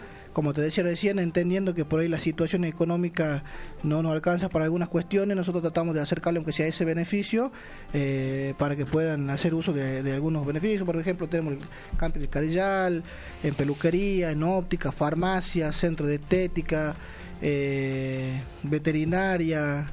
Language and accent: Spanish; Bella Vista, Tucumán, Argentina; also born or lived in García Fernández; Soy nacido en García Fernández. Está a 7 kilómetros de Bellavista, pero sí, mi infancia la he pasado en Bellavista. Yo he empezado en primer grado ahí, he terminado en quinto año en la misma escuela con mis mismos compañeros. Toda mi adolescencia, todo he pasado en Bellavista.